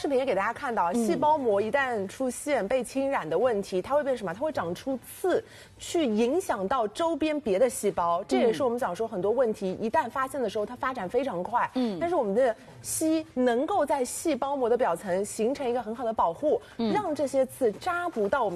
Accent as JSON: {"language": "Chinese", "region": "Shanghai", "country": "China", "said": "但是我们上海人群其实每天的这个硒的摄入量是只有17微克"}